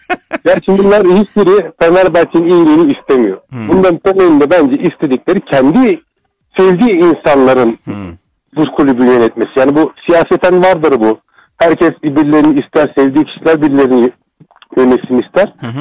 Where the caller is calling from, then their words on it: Istanbul, Turkey; İstanbul'dan.